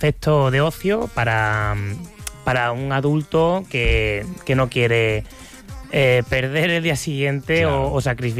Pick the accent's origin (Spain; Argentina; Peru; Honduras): Spain; Córdoba, Andalusia; now in Barcelona, Spain; Y bueno, yo soy del sur, llevo aquí ya casi 9 años.